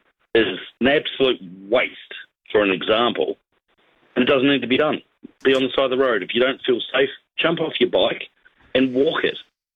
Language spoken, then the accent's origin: English; Christchurch, Canterbury, New Zealand; moved away as an adult; now in Central Coast, Australia; I am a one-eyed Cantabrian.